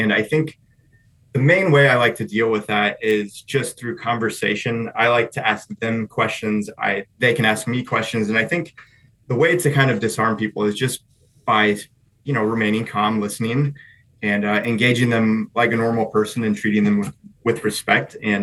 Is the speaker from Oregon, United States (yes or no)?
yes; Oregon, United States; moved away; I've lived and worked in a lot of different places. And, you know, I grew up in Oregon. Oregon is my home.